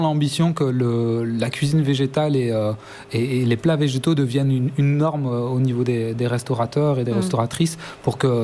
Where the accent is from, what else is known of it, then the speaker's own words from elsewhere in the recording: Belgium; Oui, c'est ça, j'ai grandi à Anu, du coup dans la campagne Esbignon. Et c'est vrai que moi j'ai grandi beaucoup à l'extérieur.